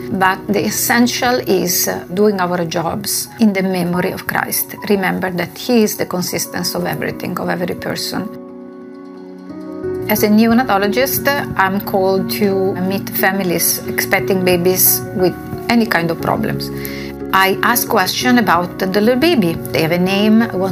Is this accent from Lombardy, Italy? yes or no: yes; Milan, Lombardy, Italy; moved away; I was born and raised in Italy, in Milano.